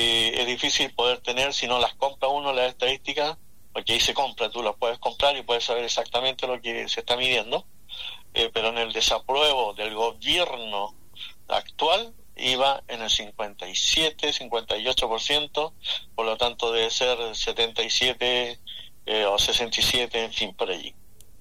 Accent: Chile; somos chilenos, vivo en Chile, pero no sé, queremos, no sé si todos conocen Santiago, porque somos de San Ramón

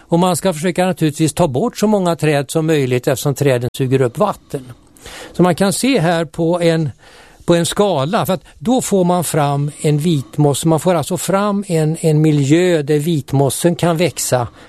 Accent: Älta, Stockholm County, Sweden; den ligger mig speciellt varmt om hjärtat eftersom jag kommer från Älta och är väldigt mycket ute i Älta Mosse.

